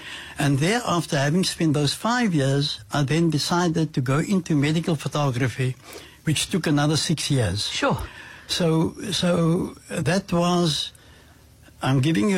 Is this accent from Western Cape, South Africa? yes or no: yes; Cape Town, Western Cape, South Africa; moved away as an adult; also born or lived in England; I grew up in an area called Black River, very close to the Red Cross Hospital. So I was born there, and that's where I spent most of my life until the age of about 21, when I then left for England